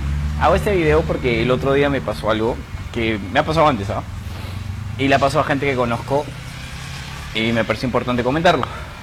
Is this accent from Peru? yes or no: yes; Peru; no soy peruano